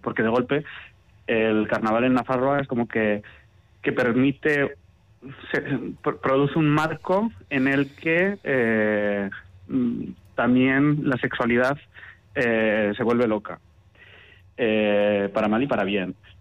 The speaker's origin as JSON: {"language": "Spanish", "town": "Pamplona", "region": "Navarre", "country": "Spain", "said": "hacer cosas desde La Rochapea"}